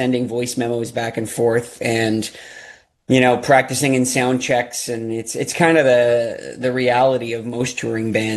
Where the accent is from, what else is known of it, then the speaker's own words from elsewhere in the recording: Ontario, Canada; now in United States; I'm originally from Canada, from outside of Toronto. And when I moved, when I first came down to Pennsylvania to hang out with Rose